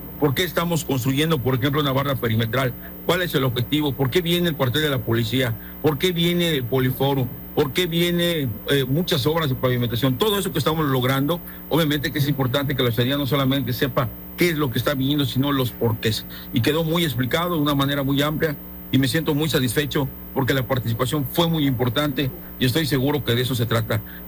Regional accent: Mexico; todas y todos los que somos mexicanos

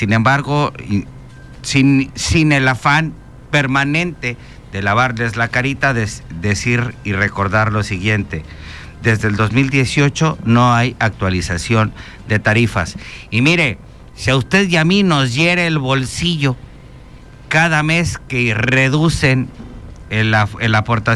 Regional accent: Mexico; así somos incluso los mexicanos

